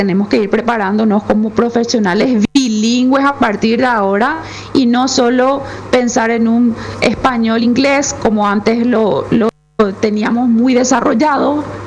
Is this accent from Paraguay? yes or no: yes; Paraguay